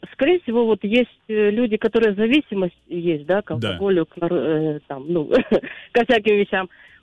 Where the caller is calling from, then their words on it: Vladimir, Vladimir Oblast, Russia; я из города Владимир.